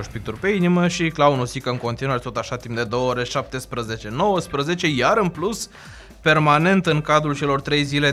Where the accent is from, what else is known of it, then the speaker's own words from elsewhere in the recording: Constanța, Constanța County, Romania; O să recunosc că sunt din Constanța.